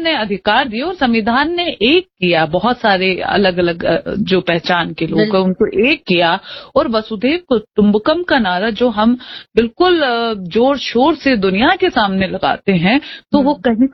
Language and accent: Hindi; Rajasthan, India; क्योंकि मैं एक कस्बे से आती हूँ, हमने बकरा बकरी वहां पर ये पशुपालन का ही ट्रेंड जो है वो वहां पर देखा है